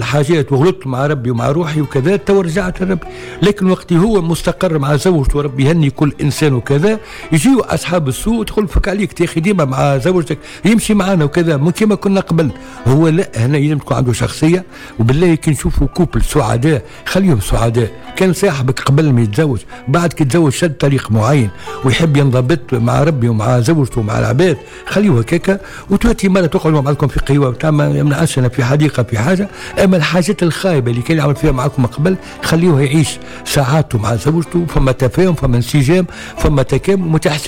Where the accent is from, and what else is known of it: Tunisia